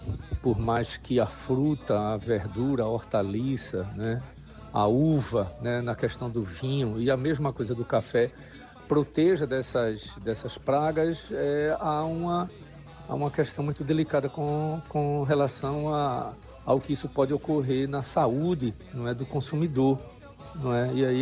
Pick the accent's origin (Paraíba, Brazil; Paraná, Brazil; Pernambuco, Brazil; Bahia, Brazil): Pernambuco, Brazil; Carpina; na zona da Mata Norte, de onde eu vim, lá de Carpina